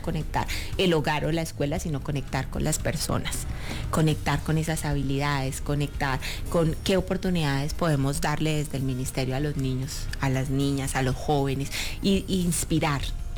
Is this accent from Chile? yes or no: no; Yacopí, Cundinamarca, Colombia; born or raised there